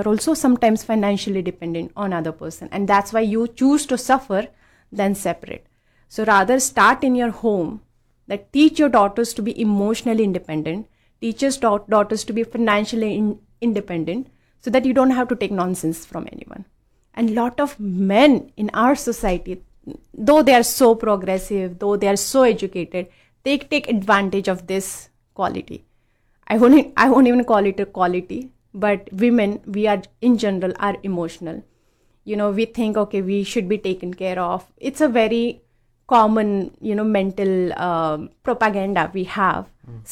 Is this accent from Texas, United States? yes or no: no; New Jersey, United States; I'm from New Jersey.